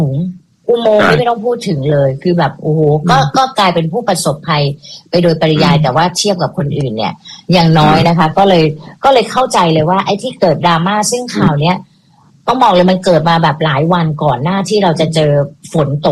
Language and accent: Thai; Bangkok, Thailand; เราไม่เคยพึ่งพาคนเหล่านี้เลยในชีวิตที่เราเป็นคนกรุงเทพมา